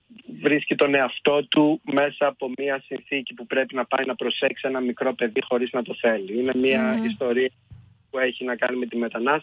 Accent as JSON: {"language": "Greek", "town": "Thessaloniki", "region": "Central Macedonia", "country": "Greece", "tie": "born or raised there", "moved": "as an adult", "lives_now": "London, United Kingdom", "said": "είμαι από τη Θεσσαλονίκη, μεγάλωσα εκεί πέρα και εννοείται μου λείπει πάρα πολύ."}